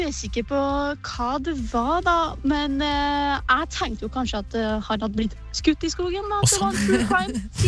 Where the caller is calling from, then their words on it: Trøndelag, Norway; jeg er på Skjærsjøen oppe i Besdal.